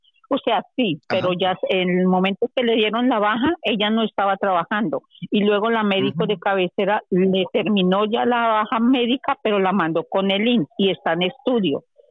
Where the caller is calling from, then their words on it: Madrid, Community of Madrid, Spain; Buenos días de Madrid.